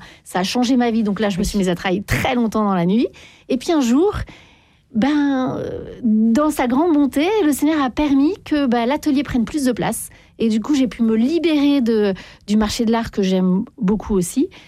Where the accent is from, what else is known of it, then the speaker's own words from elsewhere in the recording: Paris, Île-de-France, France; Vous savez, moi je suis parisienne, on râle beaucoup